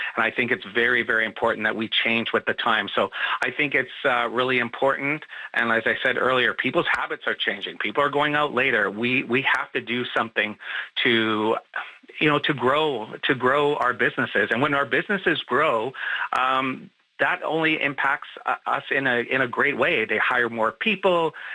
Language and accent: English; Winnipeg, Manitoba, Canada; now in Toronto, Canada; I'm originally from Winnipeg, so I always look at Toronto as the major hub of everything, you know, progressive.